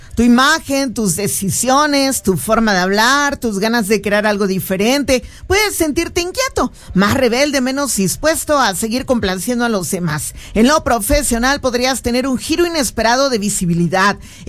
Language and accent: Spanish; Mexico